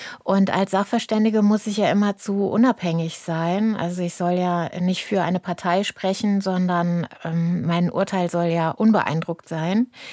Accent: Cologne, North Rhine-Westphalia, Germany; also born or lived in Kaiserslautern; Und ich bin ja Kölnerin, also die meiste Zeit meines Lebens habe ich ja auch einen Wohnsitz in Köln.

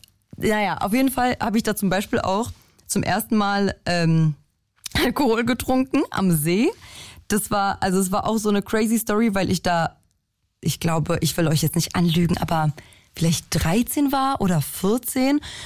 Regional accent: Germany; also born or lived in Poland; Ich bin nur in Polen geboren, aber aufgewachsen halt in Deutschland, deutsche Schule und alles.

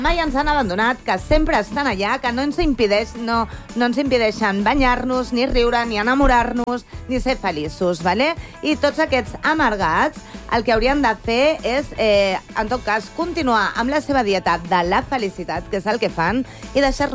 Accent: Barcelona, Catalonia, Spain; accent: Barcelona Catalan (a mix); el meu català és català de Barcelona. És una barreja.

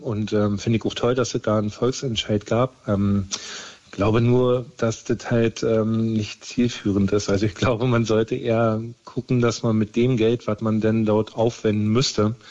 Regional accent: Germany; Also ich dachte, soweit wird es hier bei mir, also in Deutschland, in meinem Heimatland, nie wieder wird es so weit kommen, dass man sowas zulässt.

